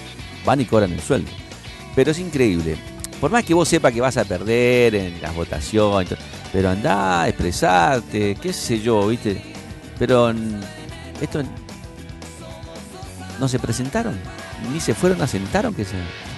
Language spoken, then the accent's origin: Spanish; Santa Fe, Argentina; nosotros como santafesinos